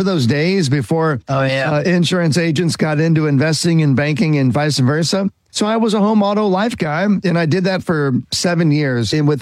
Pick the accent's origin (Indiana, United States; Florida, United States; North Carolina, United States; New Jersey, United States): Indiana, United States; I grew up in Indiana, went to college at Purdue University